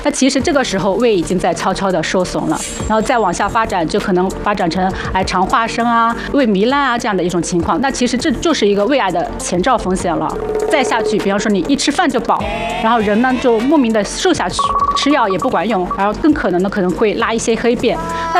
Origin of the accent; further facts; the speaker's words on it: China; 我们中国人